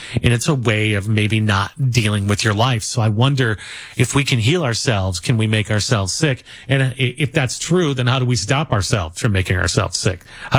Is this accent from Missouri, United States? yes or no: yes; St. Louis, Missouri, United States; I grew up in St. Louis and not a great neighborhood.